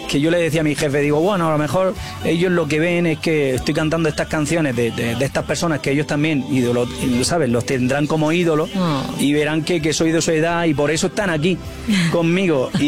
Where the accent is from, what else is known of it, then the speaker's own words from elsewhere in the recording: Almería, Andalusia, Spain; mi tierra, Almería